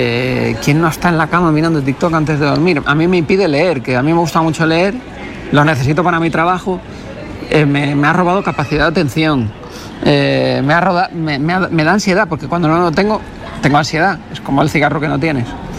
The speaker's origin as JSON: {"language": "Spanish", "region": "Canary Islands", "country": "Spain", "tie": "born there", "said": "Tú no te olvides nunca, porque claro, yo vengo a la ser gallego, gallego, gallego. Eso a mi madre le partía el corazón. Porque yo nací en Canarias, tú eres canario."}